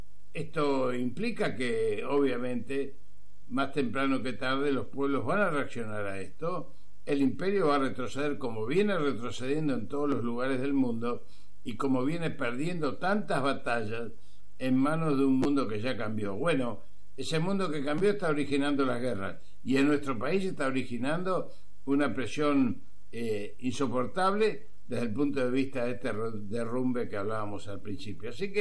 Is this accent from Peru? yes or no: no; Argentina